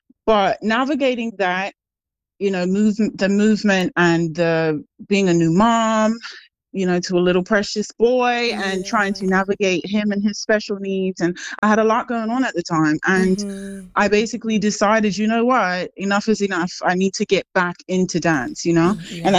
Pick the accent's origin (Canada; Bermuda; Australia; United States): Bermuda; moved away